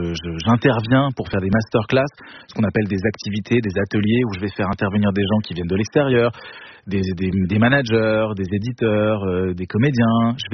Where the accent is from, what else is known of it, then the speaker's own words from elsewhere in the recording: German-speaking Switzerland, Switzerland; je suis suisse allemand